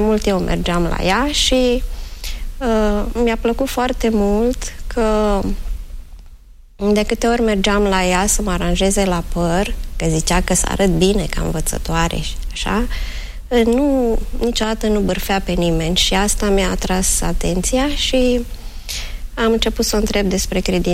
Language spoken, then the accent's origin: Romanian; Ciorani, Prahova, Romania; also born or lived in Ploiești; mergea la adunare acolo în sat, în Ciorani, satul meu natal